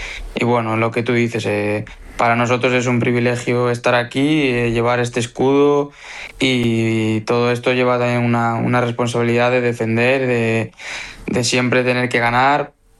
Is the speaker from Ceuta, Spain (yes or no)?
no; Pamplona, Navarre, Spain; now in Pontevedra, Spain; No, en Galicia y en Pamplona de donde vengo, pues el clima es un poco más fresquillo